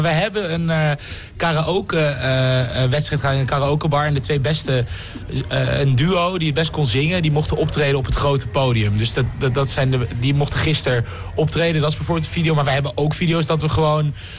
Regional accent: Groningen, Netherlands; En ik vind het leuk dat we allebei uit Groningen komen.

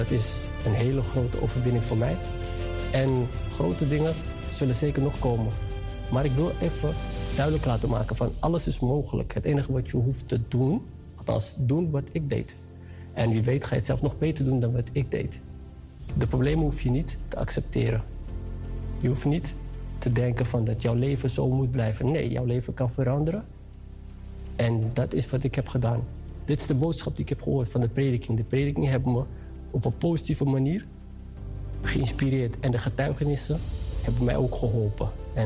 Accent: Amsterdam, North Holland, Netherlands; Toen ik 12 jaar was ongeveer, was ik, want ik kwam uit Amsterdam, hè. Ik woon in Amsterdam.

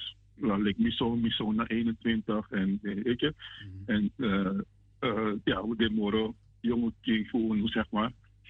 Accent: Netherlands; also born or lived in Suriname; Ik ben geboren in Suriname, maar Migrokon in Holland.

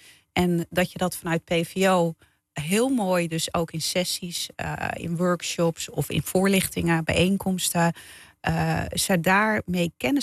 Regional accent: Haarlem, North Holland, Netherlands; also born or lived in Amsterdam; Ik ben geboren en getogen in Haarlem.

